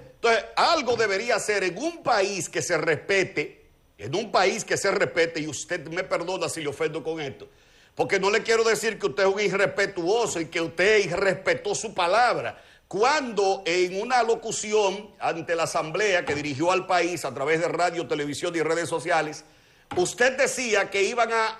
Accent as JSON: {"language": "Spanish", "region": "Santiago", "country": "Dominican Republic", "tie": "born or raised there", "moved": "yes", "said": "yo vengo de un campo, yo vengo de Canca la Reina, un campo productor de tabaco, yuca, plátano y toda esa vaina. Nosotros nos criamos volando malla."}